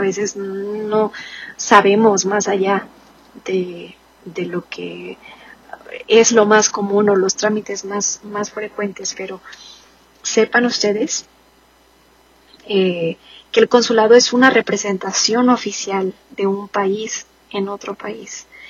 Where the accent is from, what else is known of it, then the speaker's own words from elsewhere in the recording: Mexico; moved away; nuestra comunidad como mexicanos